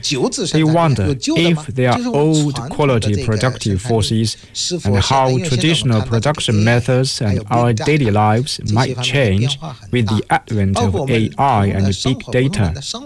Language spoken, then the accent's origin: English; Bangladesh; English is a second language; Of course, I'm from Bangladesh.